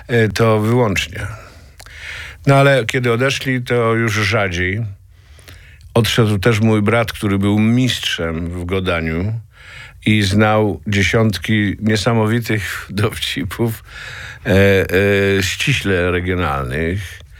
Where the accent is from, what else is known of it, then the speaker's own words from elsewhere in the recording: Gliwice, Silesian Voivodeship, Poland; also born or lived in Żory; ja jestem moim rodzinnym miastem jest miasto Gliwice.